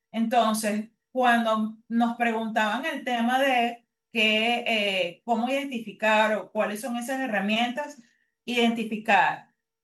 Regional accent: Venezuela; esto es no solamente para nosotros como los venezolanos

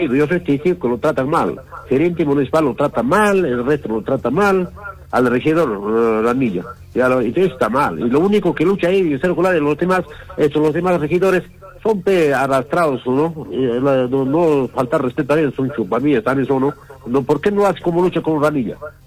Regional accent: Arequipa, Peru; born there; como soy de Conta, Arequipeño

